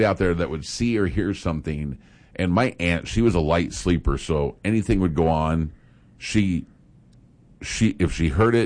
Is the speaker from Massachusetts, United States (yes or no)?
no; Grand Island, Nebraska, United States; I grew up in Grand Island, but it felt small to me.